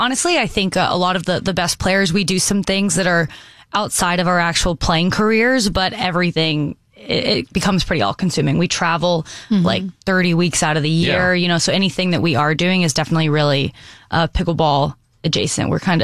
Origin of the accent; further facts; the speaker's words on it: Florida, United States; I'm from the South Florida area, which is a hot spot.